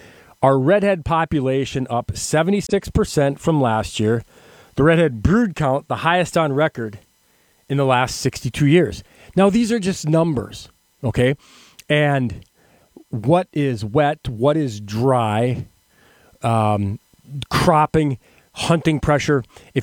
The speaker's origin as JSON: {"language": "English", "town": "Valley City", "region": "North Dakota", "country": "United States", "tie": "born or raised there", "also_born_or_lived": "Williston", "said": "I am a North Dakota native. I began my career, well, across the state. So I was born in Williston. I lived in Lemoore. I went to high school in Valley City"}